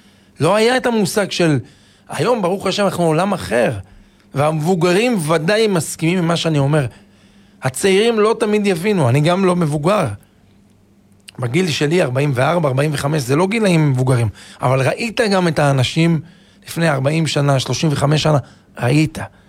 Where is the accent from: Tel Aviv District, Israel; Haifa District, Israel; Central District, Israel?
Central District, Israel; Netanya; אני זוכר אפילו בתור ילד, בנתניה, אני זוכר, לפני 40 שנה